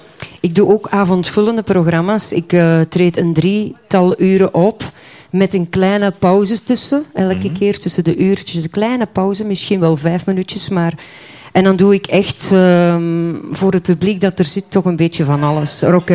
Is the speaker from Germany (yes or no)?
no; Flanders, Belgium; now in Heel; Ik ben West-Vlaamse, ja.